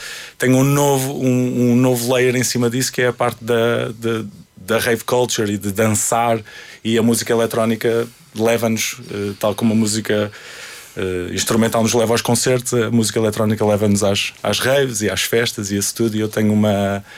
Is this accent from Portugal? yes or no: yes; Portugal; born there; eu nasci em Portugal, nasci numa fase de maior acalmia financeira e tudo isso